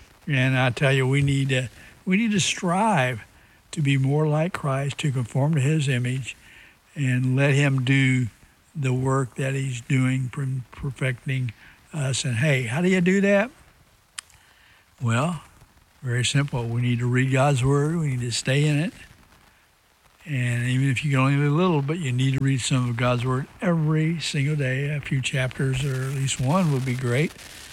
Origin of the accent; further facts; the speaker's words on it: United States; born there; I was born in America.